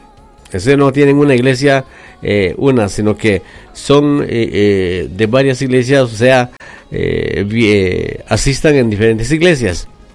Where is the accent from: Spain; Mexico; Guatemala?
Guatemala; San Raimundo, Guatemala Department; San Raimundo ya es Guatemala, ya es capitalino. Y los fronterizos nos dicen a nosotros que ya somos capitalinos, ¿sí?